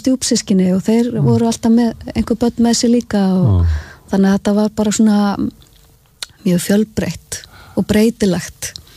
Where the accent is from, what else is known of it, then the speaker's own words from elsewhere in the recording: Reykjavík, Capital Region, Iceland; also born or lived in Mosfellssveit; En hérna, ég alveg upp í Reykjavík fyrstu árin, vesturbænum aðla. Og, en svo byrjaði ég grunnskóla í Mosfellssveit, eins og hér þá, áður en að það varð bær.